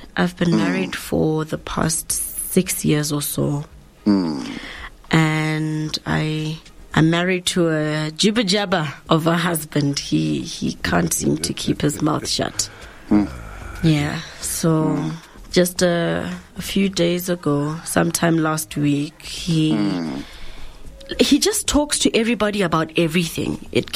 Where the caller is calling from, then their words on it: Westenburg, Limpopo, South Africa; Yes, I'm calling you from Westernburg.